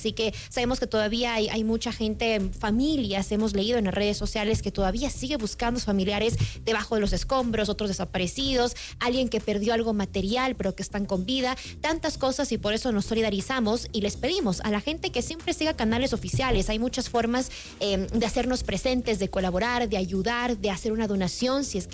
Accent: Ecuador; nosotros también entendemos como ecuatorianos

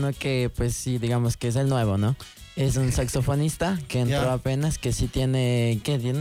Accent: Ecuador; Independientemente de dónde estemos ecuatorianos, somos ecuatorianos todos

